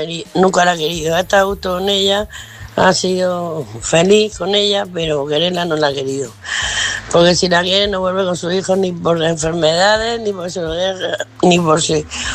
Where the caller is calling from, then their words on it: Murcia, Region of Murcia, Spain; Buenas noches, Álvaro, oyente corresponsal. … de Murcia